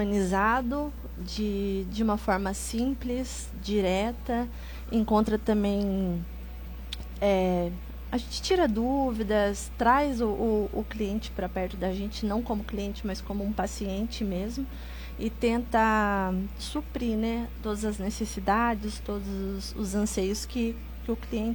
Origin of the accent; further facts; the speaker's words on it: Campos do Jordão, São Paulo, Brazil; moved away as an adult; now in Pindamonhangaba, Brazil; a gente viesse morar para Pinda, né, que nós somos de Campos do Jordão.